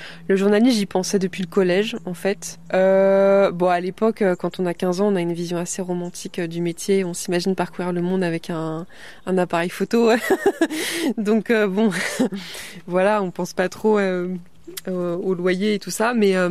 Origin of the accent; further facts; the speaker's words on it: Brittany, France; born there; Bah oui, moi je suis bretonne, je suis née dans la région de Lorient.